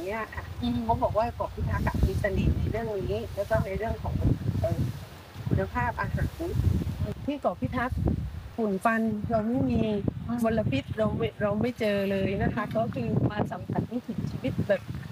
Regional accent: Chonburi, Thailand

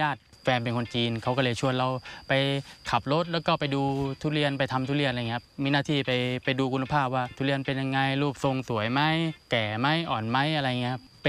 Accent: Rayong, Thailand; moved away as an adult; now in Wang Nam Khiao, Thailand; จริงๆผมเป็นคนระยองครับอำเภอแกง

